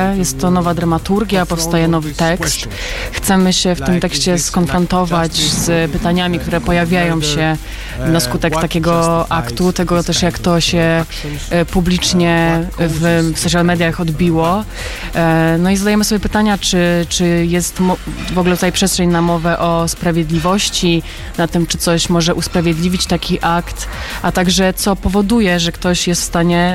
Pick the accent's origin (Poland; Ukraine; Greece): Greece; Polish is a second language; jestem reżyserem teatralnym, pochodzę z Grecji, pracuję w Opolu nad spektaklem